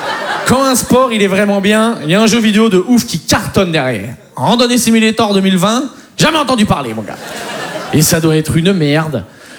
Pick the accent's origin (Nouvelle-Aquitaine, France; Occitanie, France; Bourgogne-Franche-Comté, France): Nouvelle-Aquitaine, France; Poitiers